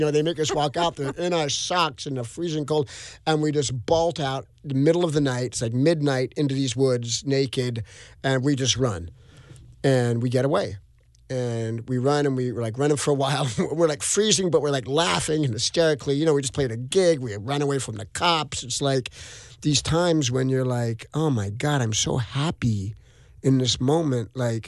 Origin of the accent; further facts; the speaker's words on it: Hollywood, California, United States; born or raised there